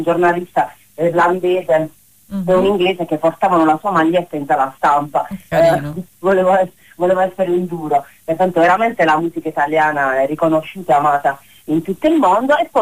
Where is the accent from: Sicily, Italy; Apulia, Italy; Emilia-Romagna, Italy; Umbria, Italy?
Apulia, Italy; ci appartiene in quanto pugliesi, nati di Polignano a Mare